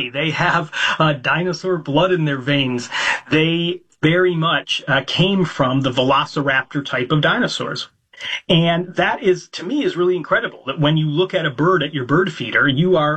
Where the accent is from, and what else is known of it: Ottawa, Illinois, United States; born or raised there; now in Scotland, United Kingdom